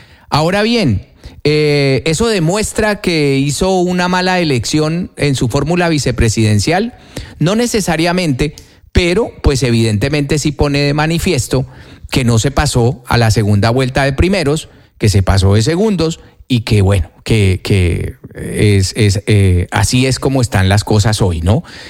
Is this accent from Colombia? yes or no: yes; Colombia; nosotros somos colombianos porque pertenecemos a un país que se llama Colombia